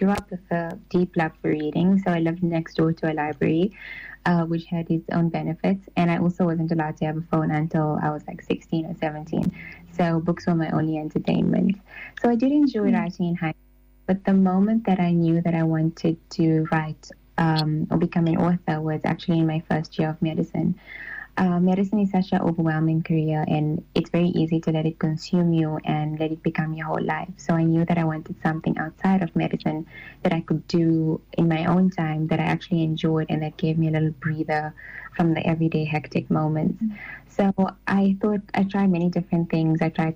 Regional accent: South Africa; It's something that we as Indian South African Muslims, we use in our everyday life.

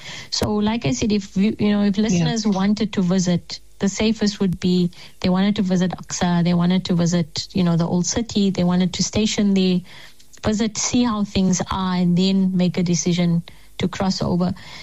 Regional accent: South Africa; it wasn't because you know, I'm South African or I'm a foreigner or that I'm something special

